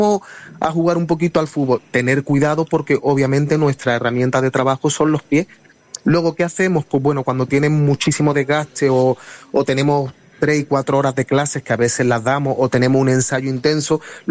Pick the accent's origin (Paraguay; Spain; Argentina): Spain; Granada, Andalusia; mi forma, como antes hablábamos, de Granada, porque yo soy de Granada, del barrio del Sacromonte, que también la gente allí pueda disfrutar en Ponferrada del flamenco de mi tierra, de las cuevas, de mi cueva del Arrocío.